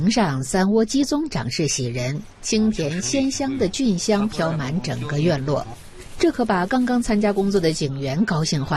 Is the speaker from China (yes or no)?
yes; Yunnan, China; 作为云南人，记者也是第一次见